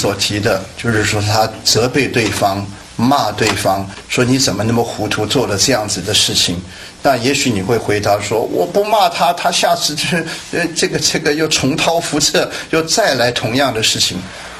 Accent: Guangdong, China; 譬如说我是广东人

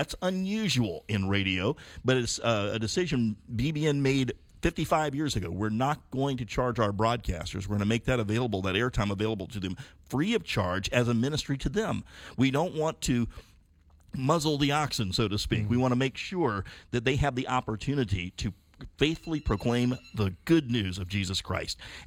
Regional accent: Savannah, Georgia, United States; We've also heard from Savannah, Georgia, my hometown

